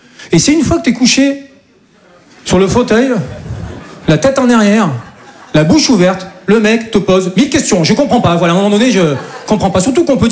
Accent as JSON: {"language": "French", "region": "south of France", "country": "France", "lives_now": "Paris, France", "said": "moi, je viens du sud de la France. Et chez nous, c'est un peu plus tranquille, quoi. Et non, et voilà, je suis monté sur Paris"}